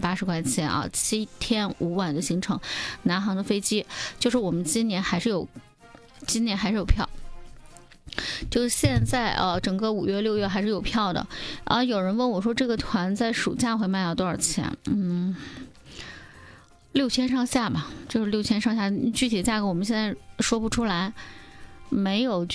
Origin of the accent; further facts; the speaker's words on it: Northeast China, China; 他们的口味是很符合我们东北人，就喜欢吃偏咸这样的一点的